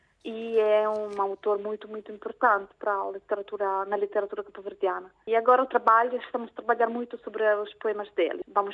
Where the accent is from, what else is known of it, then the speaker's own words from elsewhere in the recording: Italy; Portuguese is a second language; E eu, sobretudo, claro, do meu ponto de vista, como italiana, as coisas que eu faço são sobretudo em relação à tradução.